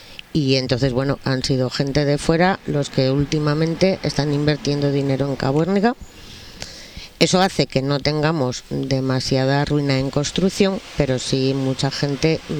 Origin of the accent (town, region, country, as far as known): Terán, Cantabria, Spain